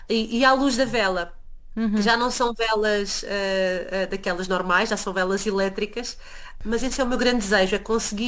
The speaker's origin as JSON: {"language": "Portuguese", "town": "Vila Franca de Xira", "region": "Lisbon", "country": "Portugal", "moved": "as an adult", "said": "eu sou de Vila Franca de Xira, que fica a cerca de 20 quilómetros da capital."}